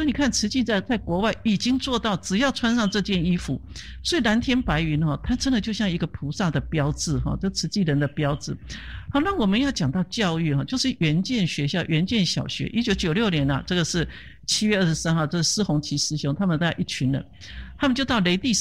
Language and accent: Chinese; Taiwan; 我们台湾人的确天天洗澡